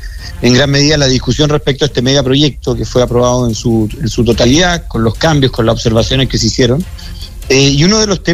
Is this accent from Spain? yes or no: no; Maule, Chile; Yo soy del Maule, conozco Empedrado